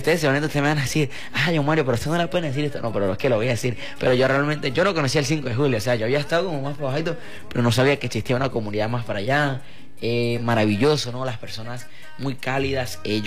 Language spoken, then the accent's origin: Spanish; Mucujepe, Mérida, Venezuela; yo que soy de Mucuepe